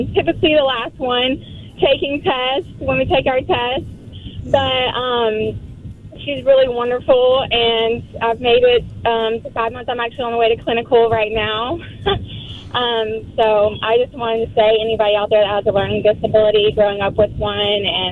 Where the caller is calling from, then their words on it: Georgia, United States; I'm actually not from Chattanooga. I drive in from Georgia, North Georgia, near Blairsville, to go to school in Chattanooga for nursing school.